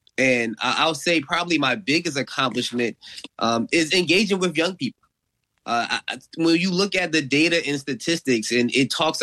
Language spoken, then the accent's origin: English; Philadelphia, Pennsylvania, United States; My grandmom lived at Johnson Homes for over 50 years. Right. That's where I was raised. I was raised in Johnson Homes.